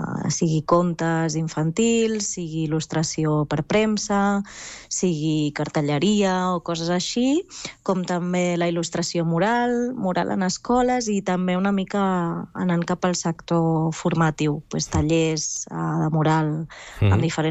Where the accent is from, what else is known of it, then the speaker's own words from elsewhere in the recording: Barberà del Vallès, Catalonia, Spain; born there; now in Vall de Camprodon, Ripollès, Spain; vaig néixer a Barberà, però visc en un poblet aquí al Ripollès, a la vall de Camprodon.